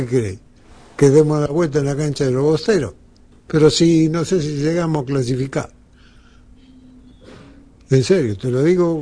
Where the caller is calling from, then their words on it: José Ingenieros, Buenos Aires Province, Argentina; de José Ingeniero.